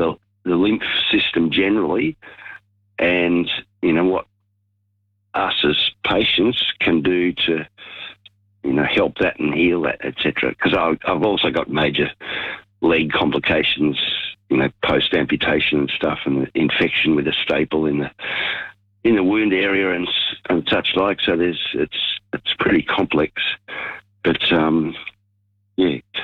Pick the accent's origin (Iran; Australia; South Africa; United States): Australia; Canberra, Australian Capital Territory; I'm from Canberra.